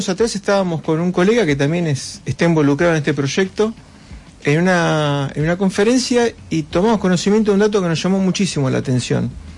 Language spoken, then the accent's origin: Spanish; Bernal, Buenos Aires Province, Argentina; now in La Plata, Argentina; si bien soy de Bernal, hace muchos años vivo en La Plata.